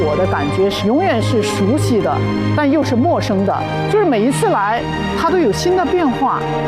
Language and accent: Chinese; Enshi, Hubei, China; born there; moved away; 我们作为一个游子，我的家乡在变化